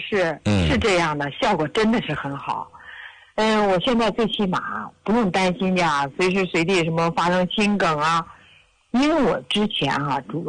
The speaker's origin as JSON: {"language": "Chinese", "town": "Shijiazhuang", "region": "Hebei", "country": "China", "said": "嗯，我是石家庄的一名退休老师。"}